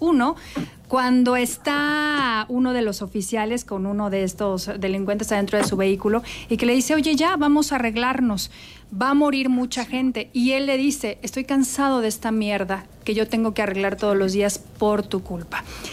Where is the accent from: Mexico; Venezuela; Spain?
Mexico; la familia creo que representa mucho lo que somos todos los mexicanos.